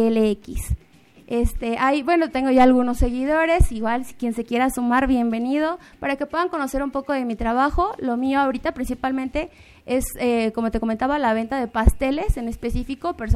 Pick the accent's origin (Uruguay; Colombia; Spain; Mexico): Mexico; Apizaco, Tlaxcala; Yo soy de Apizaco, bueno, Orillas en específico, pero Apizaco.